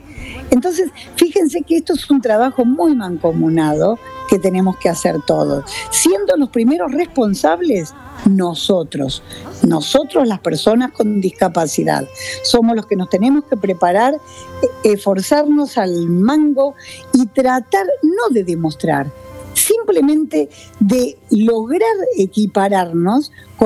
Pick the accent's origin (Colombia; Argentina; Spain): Argentina; En mi país, por ejemplo, en la Argentina